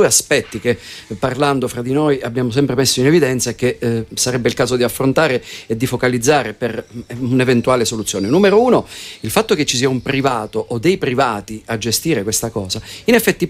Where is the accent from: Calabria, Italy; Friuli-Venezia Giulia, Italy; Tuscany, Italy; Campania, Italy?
Calabria, Italy; Trebisacce; Anch'io sono di Trebisaccio e partecipo con piacere a questa trasmissione